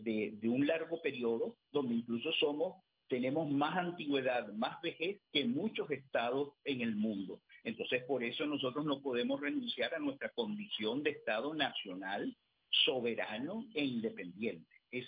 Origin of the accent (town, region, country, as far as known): Venezuela